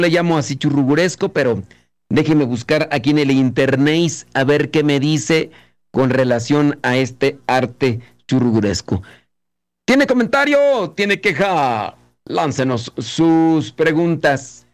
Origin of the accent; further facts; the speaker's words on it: Mexico; Nosotros que somos de México